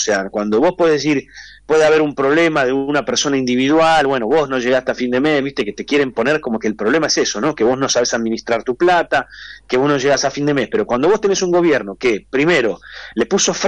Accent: Argentina

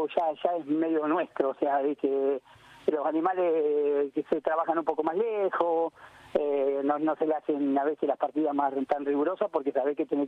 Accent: La Pampa, Argentina; Nosotros que somos criados, nacidos y criados en La Pampa

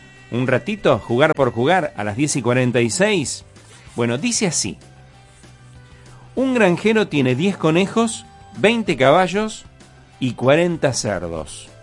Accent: Santa Fe, Argentina; nos representa como santafesinos

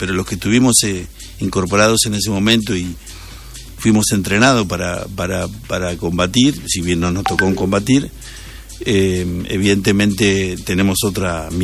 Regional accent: Bolívar, Buenos Aires Province, Argentina; somos varios de Bolívar.

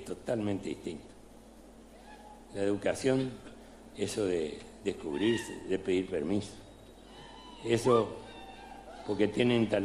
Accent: Chaco, Argentina; nosotros antes fuimos territorio nacional del Chaco, antes de ser provincia.

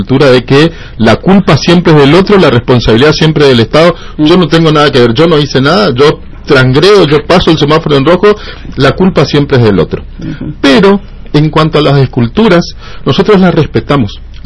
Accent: Resistencia, Chaco, Argentina; cada uno de los ciudadanos resistencianos, que somos casi especialistas en eso

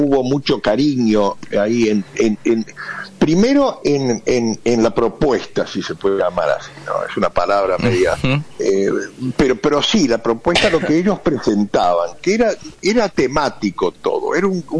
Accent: Buenos Aires, Argentina; born there; lo que pasa es que como nací en Buenos Aires, eso, me ponen, viste, por portación de pasaporte

